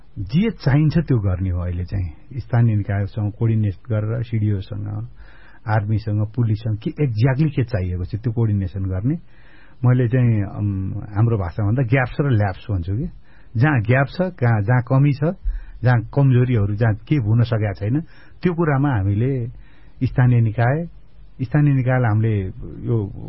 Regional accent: Bagmati, Nepal; मेरो अब मेरो घर पनि त्यतै हो, त्रिशुलीको तिरमै छ मेरो बहिनीको घर

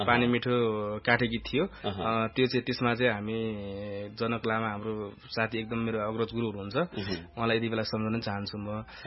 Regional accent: Gajuri, Bagmati, Nepal; born there; now in Kathmandu, Nepal; मेरो घर त धादिङ हो तर म लामै समय काठमाडौँ बसेँ, लामै समयदेखि काठमाडौँ छु। घर त धादिङ हो नि दाई, मेरो जन्मस्थान चाहिँ धादिङ हो।

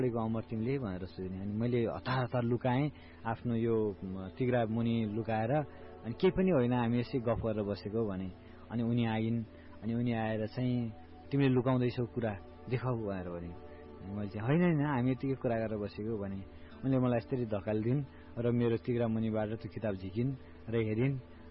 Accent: Chitwan, Bagmati, Nepal; हाम्रो चितवनमा

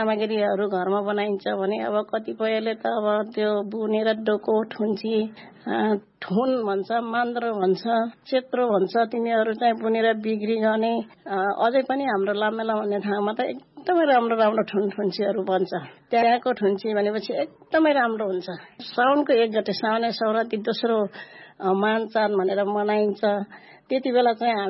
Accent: Baglung, Gandaki Province, Nepal; born there; also born or lived in Kateri, Tamankhola Rural Municipality; मेरो जन्मथलोको हेर्दाखेरि चाहिँ सामुदायिक वन भनेर चाहिँ एउटा वनलाई चाहिँ त्यो घोषणा गरेको छ, बागलुङको तमनखोला गाउँपालिका वडा नम्बर ५ खुङखानीमा।

